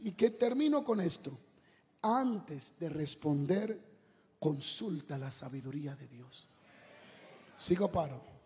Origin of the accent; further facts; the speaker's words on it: Dominican Republic; Yo llegaba a El Salvador y me quitaba el reloj. Pop, pop, pop, pop, pop. Yo soy dominicano.